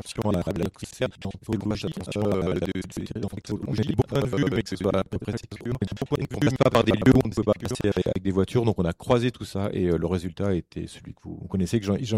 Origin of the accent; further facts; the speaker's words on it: Auvergne-Rhône-Alpes, France; mais moi je suis originaire de l'Allier, donc je connais bien ce site.